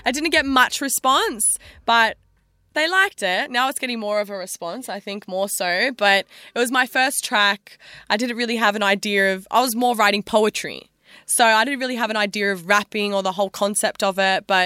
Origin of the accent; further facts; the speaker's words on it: Australia; I'm an Australian poet-rapper